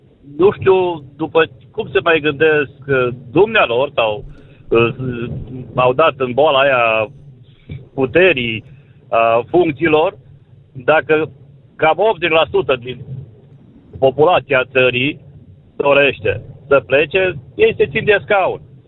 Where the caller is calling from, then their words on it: Baia Mare, Maramureș County, Romania; sunt din Baia Mare.